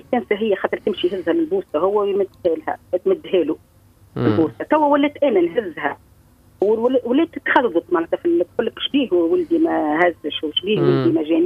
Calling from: Tunisia; أنا من تونس.

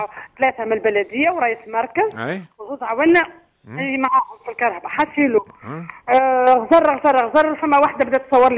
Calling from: Monastir Governorate, Tunisia; مرحبا بكم من ولايه المنصير

